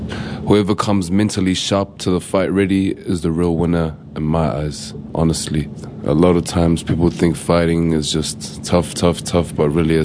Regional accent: New Zealand; and I grew up here in New Zealand.

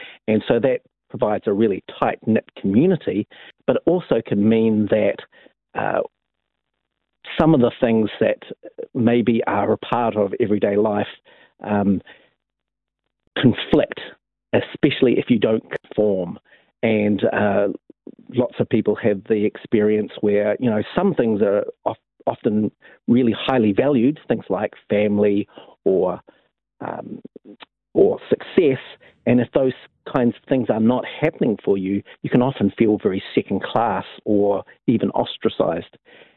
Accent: Wellington, New Zealand; Well, I grew up in Wellington. My parents joined the church when I was very young

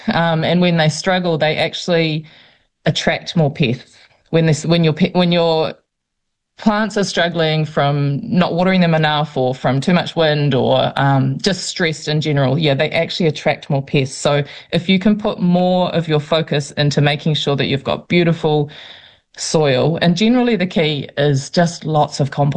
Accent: Raglan, Waikato, New Zealand; moved away as an adult; also born or lived in Sydney, Australia / Byron Bay, Australia / Perth, Australia; And we moved back to my little hometown Raglan

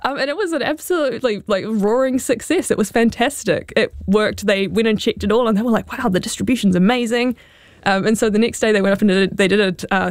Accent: New Zealand; my experience as a New Zealander

